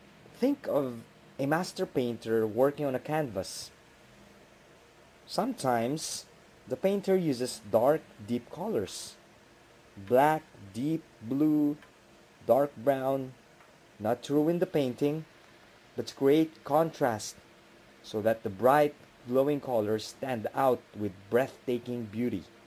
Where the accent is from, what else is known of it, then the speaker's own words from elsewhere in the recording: Baguio, Cordillera Administrative Region, Philippines; moved away; my hometown back in Baguio City